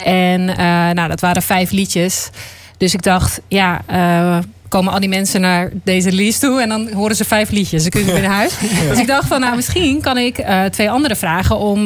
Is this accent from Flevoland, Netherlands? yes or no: yes; Zeewolde, Flevoland, Netherlands; Ik ben opgegroeid in Zeewolde, ja. Dus ik voel me helemaal thuis hier.